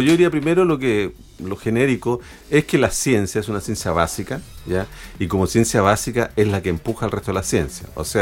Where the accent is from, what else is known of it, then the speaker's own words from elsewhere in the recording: Chile; el 80% de los que trabajamos en observatorios somos todos chilenos